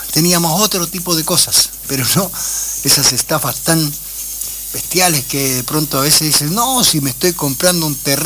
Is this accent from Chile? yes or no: yes; Chile; Como los peruanos dicen el pe, nosotros decimos po.